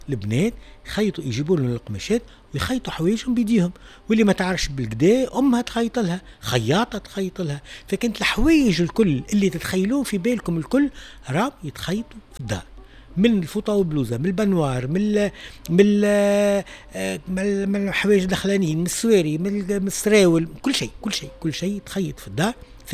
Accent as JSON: {"language": "Arabic", "country": "Tunisia"}